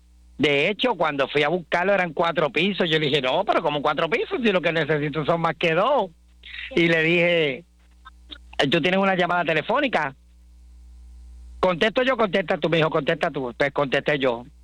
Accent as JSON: {"language": "Spanish", "town": "San Germán", "country": "Puerto Rico", "said": "vengo del barrio Minillas de San Germán."}